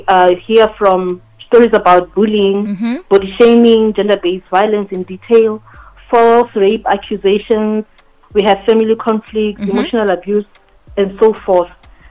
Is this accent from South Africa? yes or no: yes; Seshego, Limpopo, South Africa; I'm a mother of two, born and bred in Seshego, but we are originally from Hamolepo, Lasterhoop.